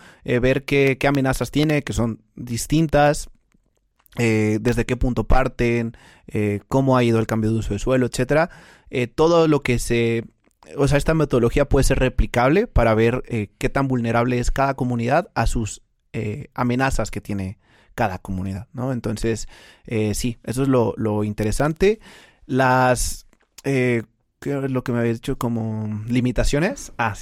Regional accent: Mexico City, Mexico; yo al venir de aquí de Ciudad de México, porque soy de Ciudad de México

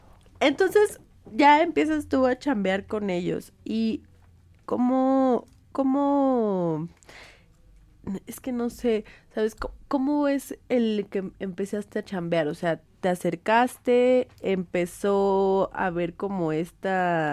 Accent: Mexico City, Mexico; es toda la zona donde yo crecí. O sea, yo crecí, te digo, acá en la Moctezuma, mi prepa está en Eduardo Molina, con esquina con San Juan de Aragón

